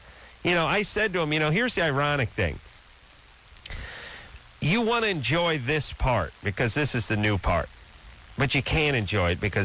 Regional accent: Los Angeles, California, United States; I come from North Hollywood. North Hollywood sucks. It's no source of pride.

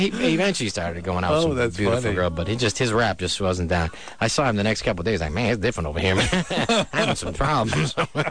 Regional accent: San Francisco, California, United States; I grew up in San Francisco.

